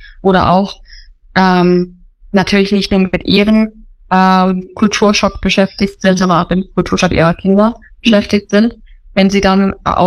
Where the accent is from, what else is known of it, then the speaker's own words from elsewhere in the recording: Germany; moved away as an adult; now in Thailand; Als Deutsche würde ich uns jetzt mal bezeichnen